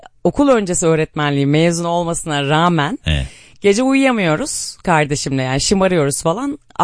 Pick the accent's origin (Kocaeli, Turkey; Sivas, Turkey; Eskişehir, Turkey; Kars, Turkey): Kars, Turkey; born or raised there; moved away